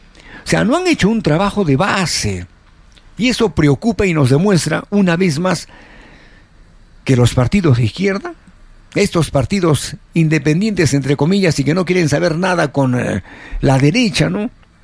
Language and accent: Spanish; Arequipa, Peru; Que como arequipeños tengamos que tomar la última y la mejor decisión, esperemos.